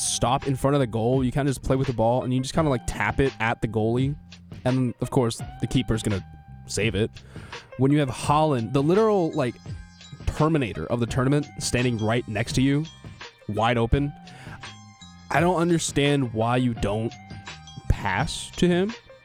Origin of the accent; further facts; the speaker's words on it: United States; as an American, I was rooting against Bellingham.